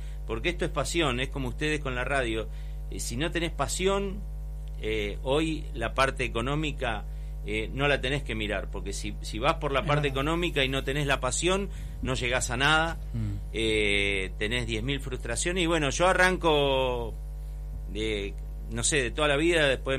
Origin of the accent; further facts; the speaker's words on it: Cipolletti, Río Negro, Argentina; now in Fernández Oro, Argentina; yo soy nacido y criado en Cipolletti, una ciudad futbolera, pero fierrera, histórica fierrera.